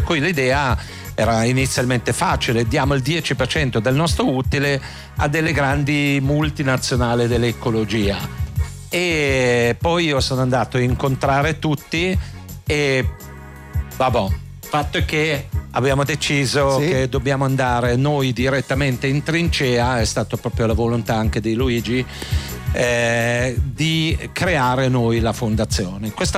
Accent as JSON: {"language": "Italian", "country": "Switzerland", "tie": "born or raised there", "said": "siamo cresciuti insieme in Svizzera"}